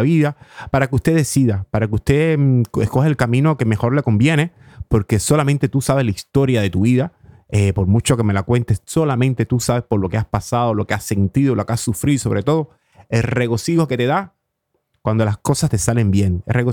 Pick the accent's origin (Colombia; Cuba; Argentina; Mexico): Cuba; habla que te habla como buen cubano